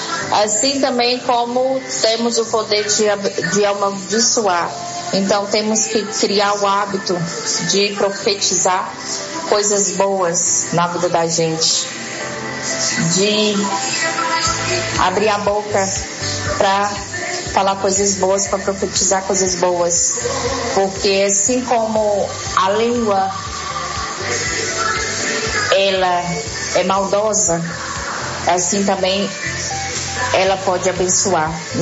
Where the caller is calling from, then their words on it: Goiás, Brazil; sou de Goiás.